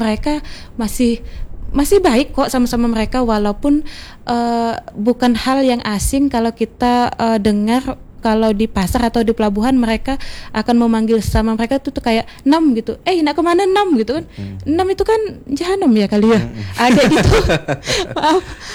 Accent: Sambas, West Kalimantan, Indonesia; Saya Sambas Bang.

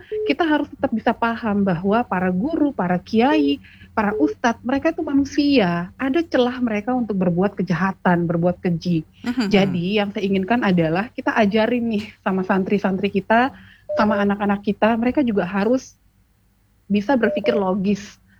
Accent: Lombok, West Nusa Tenggara, Indonesia; Saya muslim Mbak, saya malu, saya muslim orang Lombok

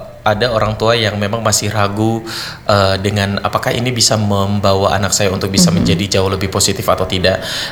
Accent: Banggai, Central Sulawesi, Indonesia; Saya suku Banggai juga.

